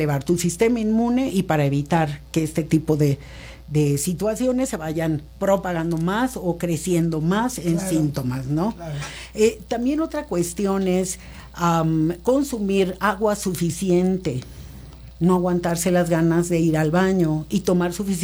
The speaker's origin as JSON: {"language": "Spanish", "region": "Tabasco", "country": "Mexico", "tie": "born or raised there", "said": "Lo que pasa es que allá en mi pueblo dirían, en Tabasco, que hace tanto calor, todo lo que esté frío vale, vale más."}